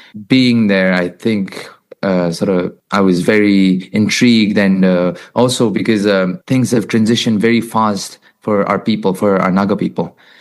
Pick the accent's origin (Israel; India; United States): India; Nagaland; I am from India, from the northeastern part of India, a small state and an indigenous region called Nagaland.